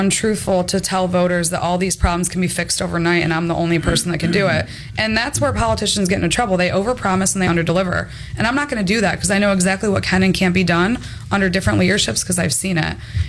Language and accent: English; Auburn, New York, United States; moved away as an adult; I mean, listen, I grew up in Auburn.